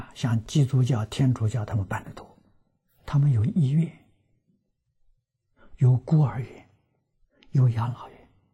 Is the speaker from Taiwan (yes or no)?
no; China; 就是我们中国人常讲请客送礼，就是这个意思。